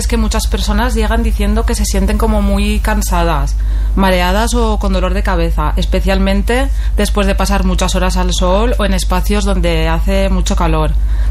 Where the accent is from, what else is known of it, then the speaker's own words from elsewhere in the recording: Vilabella, Catalonia, Spain; Soy de aquí, de Vilabella, de cerquita al ladito